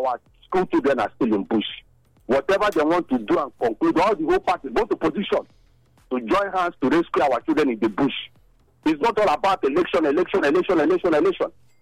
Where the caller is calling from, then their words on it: Benin City, Edo, Nigeria; I'm calling from Benin.